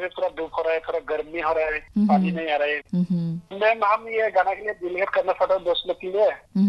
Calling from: Dhemaji, Assam, India; हम धेमाजी जुलाई मिश्रा की सफर से

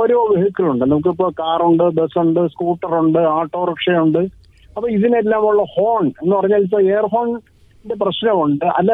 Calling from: Vattiyoorkavu, Kerala, India; ഞാൻ വട്ടിയൂർക്കാവ്.

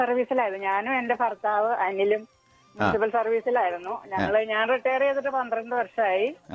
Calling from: Madakkathanam, Kerala, India; എന്റെ സ്വന്തം വീട് മടക്കത്താനത്താണ്

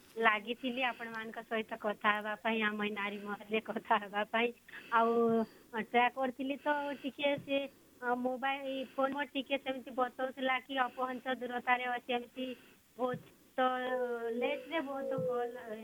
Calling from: Bargarh, Odisha, India

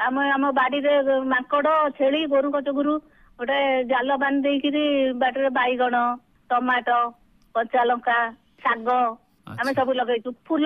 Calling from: Jagatsinghpur, Odisha, India

